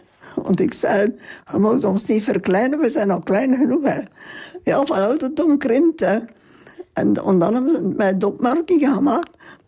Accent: Halmaal, Flanders, Belgium

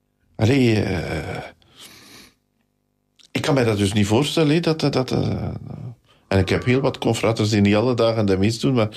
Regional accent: Nederasselt, Gelderland, Netherlands; born there; Ligt mijn hart daar nog altijd, hè, in mijn geboortedorp.

